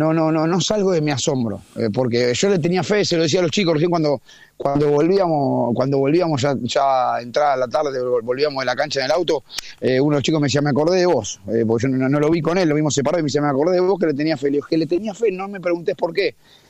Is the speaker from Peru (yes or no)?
no; Buenos Aires, Argentina; A los que nos toca vivir en Buenos Aires, a los que somos porteños desde la cuna